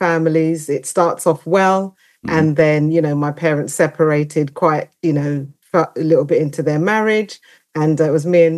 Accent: London, United Kingdom; now in Croydon, United Kingdom; born and bred in East London. So right. Technically, I'm an East London girl

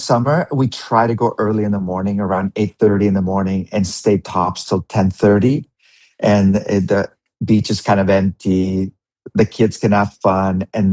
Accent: Mallorca, Balearic Islands, Spain; I have great memories of growing up in Mallorca, and at the age of living by the sea, fishing crabs

